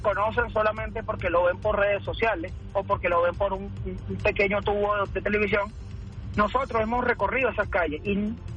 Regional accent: Venezuela; como propios venezolanos bolivarianos que somos

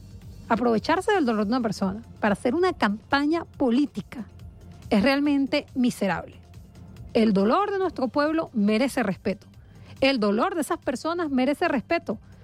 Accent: Venezuela; Eso como venezolano tenemos que preguntárnoslo

